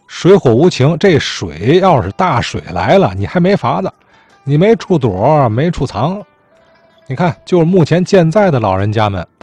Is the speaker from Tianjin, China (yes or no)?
yes; Tianjin, China; 作为天津人